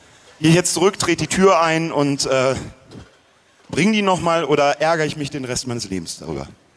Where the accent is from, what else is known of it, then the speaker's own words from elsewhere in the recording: Eifel, Germany; Das ist das Maximum, ich bin in der Eifel aufgewachsen.